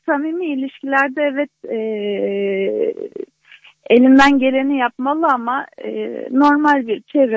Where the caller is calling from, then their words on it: Ankara, Turkey; ben Ankara'dan.